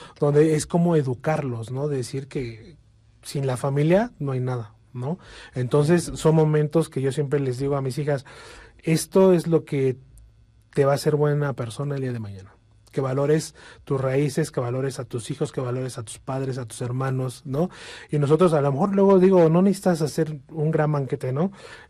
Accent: Mexico; Mis padres, mis hermanos, hoy sí creo que somos unos buenos mexicanos que tratamos de hacer lo mejor cada día de a lo que nos dedicamos y nos sentimos orgullosos de ser mexicanos. En cada parte donde vamos, siempre decimos somos mexicanos.

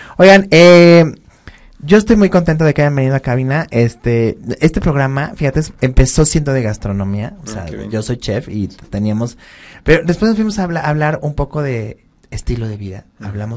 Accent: Puebla, Mexico; Yo soy poblano

